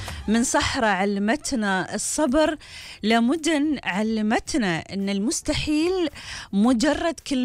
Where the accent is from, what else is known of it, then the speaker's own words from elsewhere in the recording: United Arab Emirates; بلادي بلادي الإمارات مو بس مكان نعيش فيه، لكن هو إحساس نعيشه كل يوم